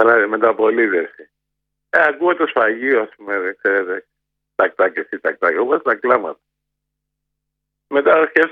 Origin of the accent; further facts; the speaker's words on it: Kokkinia, Attica, Greece; born there; Εγώ γεννήθηκα στην Κοκκινιά, από εργάτε.